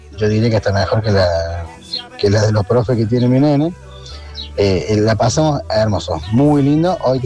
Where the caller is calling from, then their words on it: La Calera, Córdoba, Argentina; de La Calera.